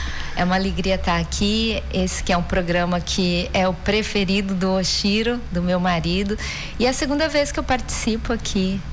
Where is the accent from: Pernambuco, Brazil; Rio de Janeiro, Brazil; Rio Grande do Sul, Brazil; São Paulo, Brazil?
São Paulo, Brazil; moved away as an adult; now in Manaus, Brazil; eu sou paulista, né, do interior, já estou aqui há quase 20 anos, eu já me considero praticamente uma manauara